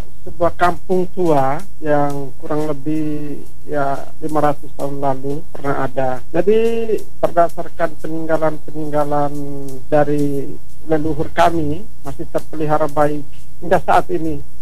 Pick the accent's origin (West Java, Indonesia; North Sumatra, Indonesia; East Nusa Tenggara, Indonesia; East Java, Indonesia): East Nusa Tenggara, Indonesia; Wolotopo; Jadi menjadi batu penyangga itu filosofi kami orang Lio teristimewa di Wolotopo.